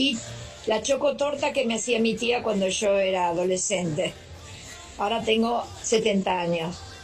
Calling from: Caseros, Buenos Aires Province, Argentina; de Caseros. Yo cuando era chiquita, mi bisabuelo árabe

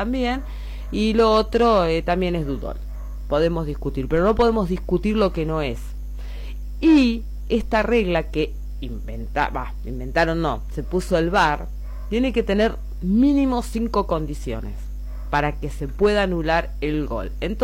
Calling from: Argentina

